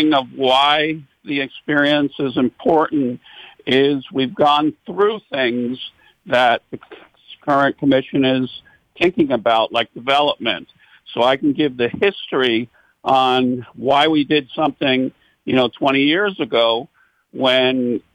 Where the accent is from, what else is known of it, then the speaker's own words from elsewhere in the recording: North Miami Beach, Florida, United States; I grew up in North Miami Beach. I was there since I'm 6 months old, and I participated in Optimist my whole life